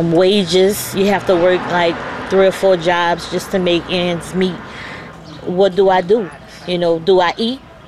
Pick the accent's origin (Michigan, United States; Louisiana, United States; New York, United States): Louisiana, United States; New Orleans; Born and raised in the Ninth Ward, and I have four siblings that was also raised in the Ninth Ward.